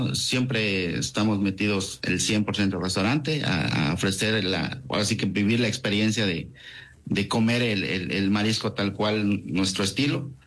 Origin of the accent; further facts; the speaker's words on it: Isla Arena, Campeche, Mexico; moved away; Somos de Isla Arena, Campeche. Realmente somos campechanos, somos originarios de allá, crecimos en el mar y traemos el gusto por los mariscos y el mar.